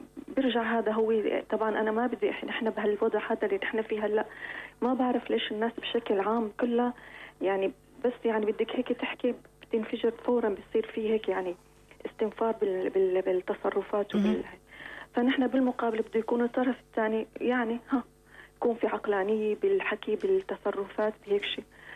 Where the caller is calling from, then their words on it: Hama, Hama Governorate, Syria